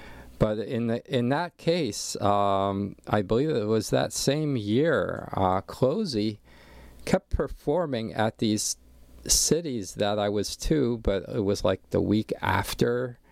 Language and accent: English; Pennsylvania, United States; And then I went back to Pennsylvania, my hometown area, and she ended up playing in Philadelphia